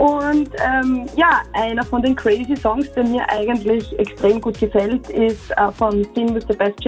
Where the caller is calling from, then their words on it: Vienna, Austria; Ich bin aus Wien und ich höre natürlich pausenlos Krone Hit, so oft es halt geht.